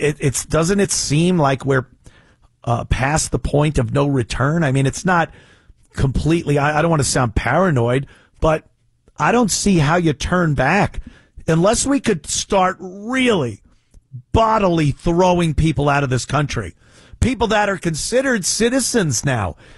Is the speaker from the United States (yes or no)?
yes; United States